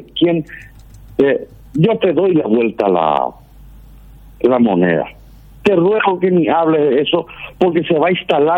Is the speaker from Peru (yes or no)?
no; Paraguay; sino soy el cirujano paraguayo que representa a su país, a su patria.